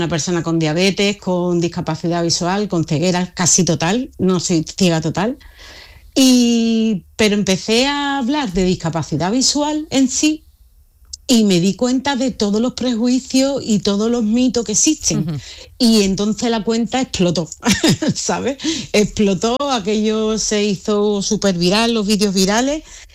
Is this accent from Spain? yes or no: yes; El Puerto de Santa María, Andalusia, Spain; Pues soy una portuense de Cádiz. Tengo discapacidad visual severa